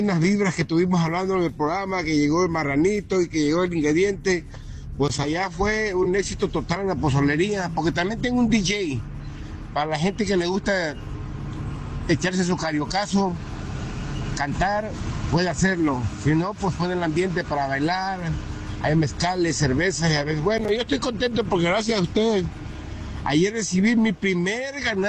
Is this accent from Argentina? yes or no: no; Guerrero, Mexico; Porque ustedes saben que yo tengo una pozolería allá en mi pueblo, ¿eh? En el que le voy a 30 municipios de Acapulco, Guerrero.